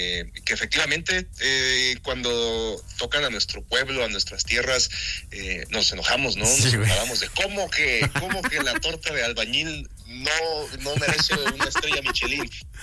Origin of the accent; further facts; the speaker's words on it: Mexico; y la neta, como mexicanos, a la mayoría no nos gusta ver ese espejo